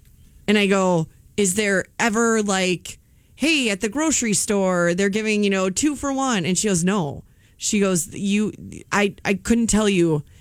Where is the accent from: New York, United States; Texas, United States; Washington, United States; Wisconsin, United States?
Wisconsin, United States; Milwaukee; I'm obviously from the Milwaukee area